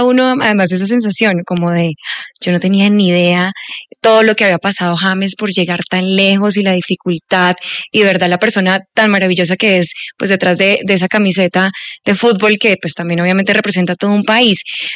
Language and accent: Spanish; Colombia; ese también es el deseo de nosotros como colombianos y hinchas